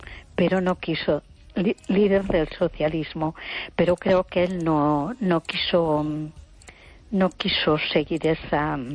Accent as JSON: {"language": "Spanish", "town": "A Coruña", "region": "Galicia", "country": "Spain", "said": "¿Qué tal? … de Coruña."}